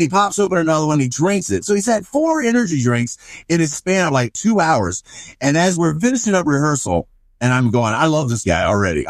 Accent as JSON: {"language": "English", "region": "the South", "country": "United States", "lives_now": "Utah, United States", "said": "You know, I am from the South, by the way. I do live in Utah right now, but I am from the South."}